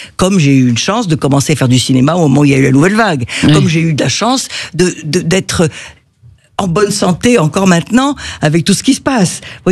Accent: Rabat, Rabat-Salé-Kénitra, Morocco; born there; Et c'est pour ça que je suis née au Maroc.

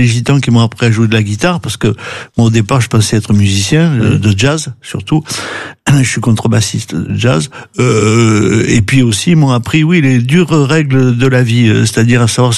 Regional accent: Avignon, Provence-Alpes-Côte d'Azur, France; also born or lived in Lyon / Les Angles; mon papa lui était de Lyon, et donc je suis né à Lyon, mais j'ai grandi à Avignon parce que j'étais mieux dans ma famille italienne que dans ma famille lyonnaise.

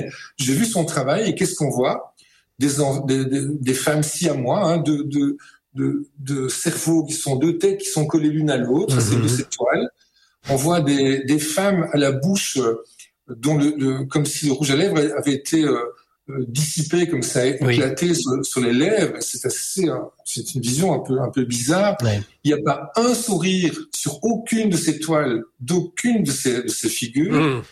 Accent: Belgium; Moi, je suis scandalisé en tant que Belge déjà

